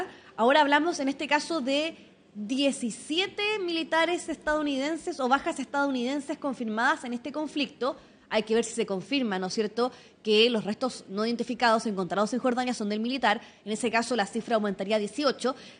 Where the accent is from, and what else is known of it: Chile